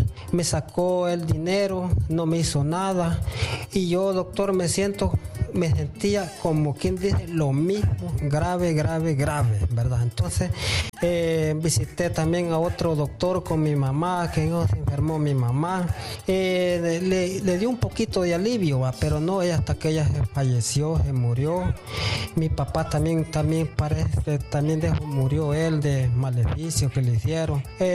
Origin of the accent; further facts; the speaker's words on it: Trojes, El Paraíso, Honduras; Vengo de Honduras, Troje, de Departamento del Paraíso.